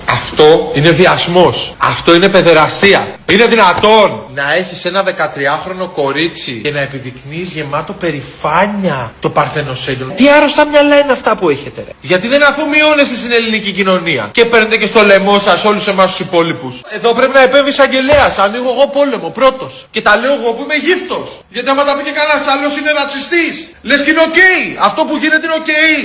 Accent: Greece; εγώ όπως ξέρετε, είμαι Έλληνας Τσιγκάνος

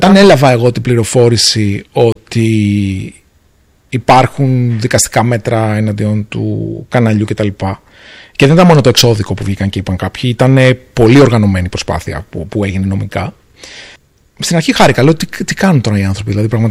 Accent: Greece; now in Singapore; εγώ είμαι ένας Έλληνας ο οποίος ζει στη Σιγκαπούρη, λειτουργώ από εκεί

